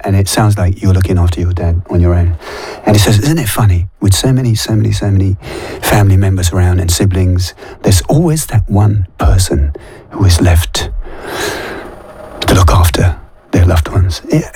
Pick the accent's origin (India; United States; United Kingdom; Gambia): India; Is it, can you tell from my accent that I'm Indian?